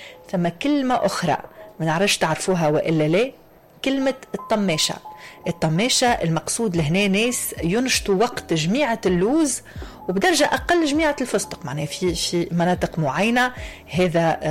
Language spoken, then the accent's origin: Arabic; Tunisia; accent: Tunisian; لهجتنا التونسية